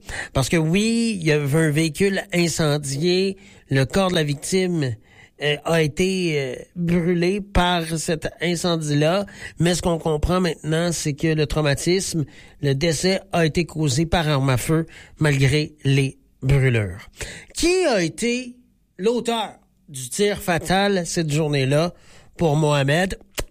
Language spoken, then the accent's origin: French; Quebec, Canada; chez nous, en Beauce.